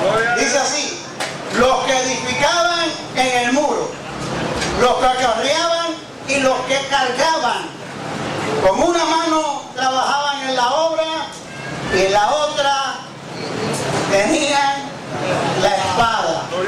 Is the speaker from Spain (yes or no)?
no; Puerto Rico; now in United States; nunca he ido a Puerto Rico. Somos puertorriqueños.